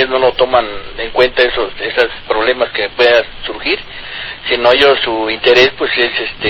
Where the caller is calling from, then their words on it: Huixquilucan, State of Mexico, Mexico